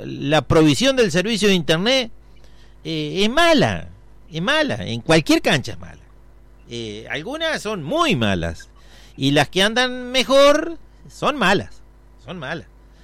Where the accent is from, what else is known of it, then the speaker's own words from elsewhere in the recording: Argentina; Y somos tan argentinos